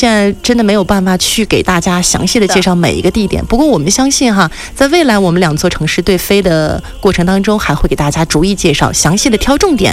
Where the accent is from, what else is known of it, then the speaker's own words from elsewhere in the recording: Xilinhot, Inner Mongolia, China; 我是一个地地道道土生土长的锡林浩特人，所以我在这里真的是爱也爱不够。